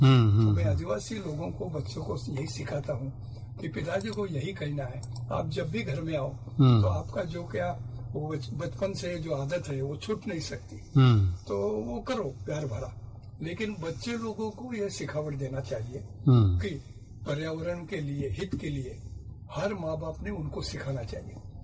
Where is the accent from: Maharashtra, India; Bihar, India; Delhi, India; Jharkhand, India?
Maharashtra, India; Alibag; मैं छत्रपति शिवाजी महाराज के जिला रायगढ़ से हूँ, और समंदर के बगल में सरखेल कान्होजी आंगरे करके जो आरमार के प्रमुख थे शिवाजी महाराज के, उन्हीं के गांव का अलीबाग का रहने वाला हूँ।